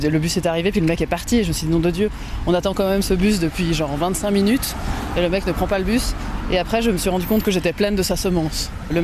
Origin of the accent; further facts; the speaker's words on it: Bellevue, Geneva, Switzerland; J'ai grandi à Bellevue, avant il y avait un arrêt de bus ici qui a disparu.